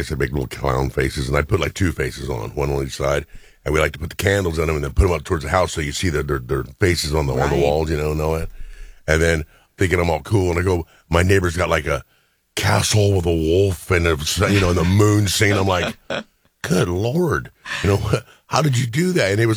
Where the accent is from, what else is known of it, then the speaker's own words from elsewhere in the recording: Indiana, United States; I'm a kid from Indiana.